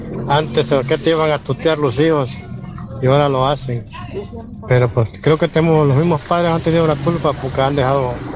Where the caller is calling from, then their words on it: Lerdo de Tejada, Veracruz, Mexico; Soy de Lerdo, Tejada, Veracruz.